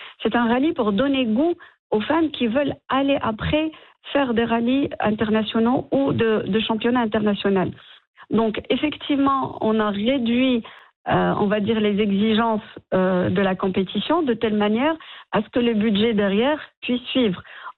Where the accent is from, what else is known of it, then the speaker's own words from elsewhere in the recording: Morocco; Et on est marocain